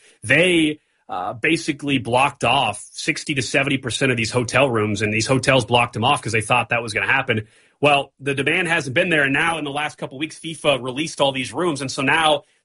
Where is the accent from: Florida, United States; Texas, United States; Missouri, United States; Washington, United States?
Missouri, United States; Kansas City; my hometown has the World Cup? It's the only time in my lifetime I will ever have a World Cup, probably in Kansas City